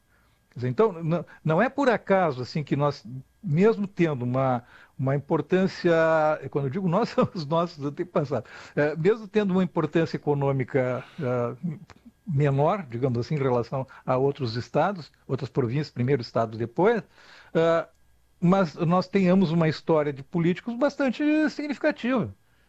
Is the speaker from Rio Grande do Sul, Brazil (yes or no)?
yes; Vacaria, Rio Grande do Sul, Brazil; now in Porto Alegre, Brazil; Eu me criei em Vacaria, meu pai era vacariano, minha mãe é santiaguense. Eu vim morar em Porto Alegre em 63. Já estou há tempo na praça já.